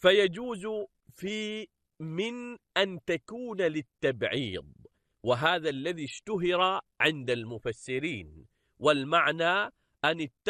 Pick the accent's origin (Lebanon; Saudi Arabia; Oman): Oman; واللغتان مستعملتان عندنا في عمان.